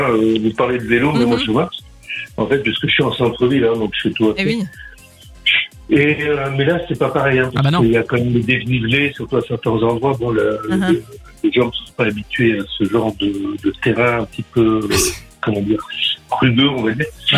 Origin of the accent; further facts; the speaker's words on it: south of France, France; Oh non, en plus, nous, on est originaire du Sud, donc l'heure espagnole, on connaît.